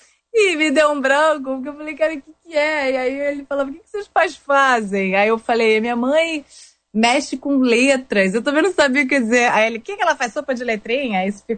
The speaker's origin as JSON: {"language": "Portuguese", "region": "Rio de Janeiro", "country": "Brazil", "tie": "born there", "said": "nasci no Rio, de uma família, né? Minha mãe é do Rio também. Mas com a família do meu avô, que era do Sul, então tem um pouco essa coisa, né, gaúcha ali na Bahia"}